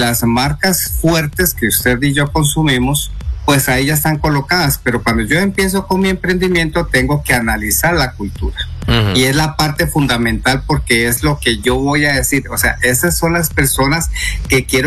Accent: Costa Rica; nuestra cultura, como ticos o como costarricenses

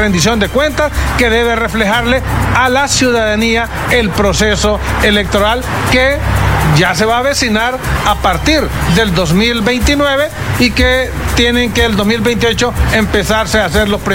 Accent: Honduras; nosotros como hondureños estamos exigiéndole a los partidos tradicionales

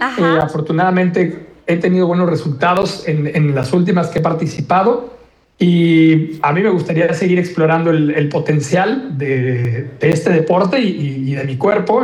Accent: Mexico City, Mexico; moved away as an adult; now in Quintana Roo, Mexico; yo soy originario de Ciudad de México, pero llevo en Quintana Roo aproximadamente 16 años.

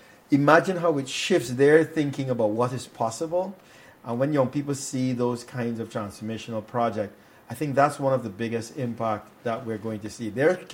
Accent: Guyana; I'm from the West Coast.

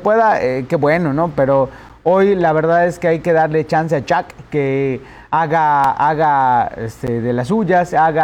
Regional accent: Guanajuato, Mexico; born there; pero yo nací en Guanajuato y en 5 días no me la van a dar, no puedo ir y volver.

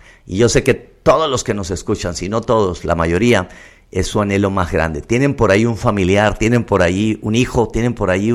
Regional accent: Chihuahua, Mexico; also born or lived in United States; yo vengo de Estados Unidos, soy mexicano, soy de aquí de Chihuahua.

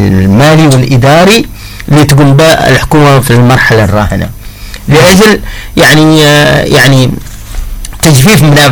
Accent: Hadhramaut, Yemen; عندنا في حضرموت

